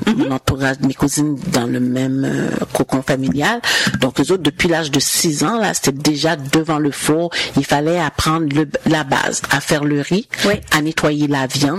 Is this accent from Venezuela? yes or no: no; Jacmel, Sud-Est, Haiti; Mais je pense que c'est tout dans la région d'Haïti même, parce que nous autres, on vient de Jacmel.